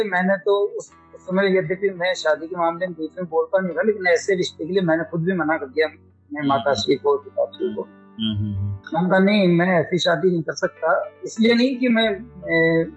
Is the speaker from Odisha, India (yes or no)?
yes; Odisha, India; born there; मेरा जन्म है जो उड़ीसा में हुआ था।